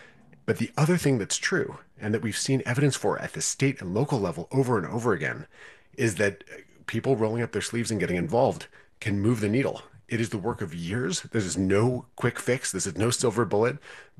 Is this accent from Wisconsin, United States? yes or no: yes; Wisconsin, United States; including the progressive movement in my home state of Wisconsin, the capital P progressive movement.